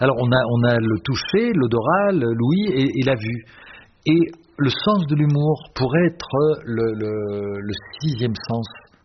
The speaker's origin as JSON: {"language": "French", "country": "France", "said": "Non, on est français, monsieur. On est, voilà, du matin au soir."}